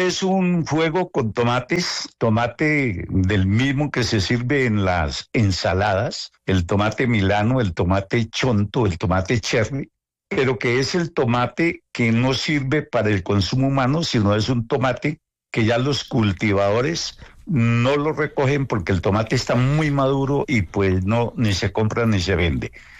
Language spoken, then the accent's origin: Spanish; Sutamarchán, Boyacá, Colombia; algún día en mi pueblito la puedo hacer. Y ese día llegó el 5 de junio del año 2005 a Sotamarchán.